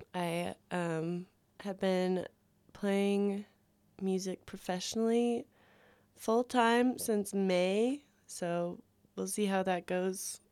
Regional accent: Bozeman, Montana, United States; I grew up in Bozeman over on Kelly Canyon Road. Very lucky place to grow up.

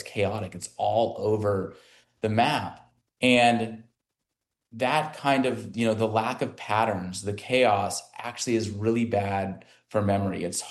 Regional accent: Arizona, United States; moved away as an adult; now in San Francisco Bay Area, United States; I myself, before I moved to the Bay Area and spent 20 years here, I grew up in Arizona.

